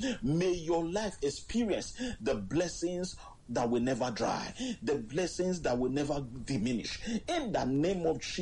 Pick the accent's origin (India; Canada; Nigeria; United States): Nigeria; I'm from Nigeria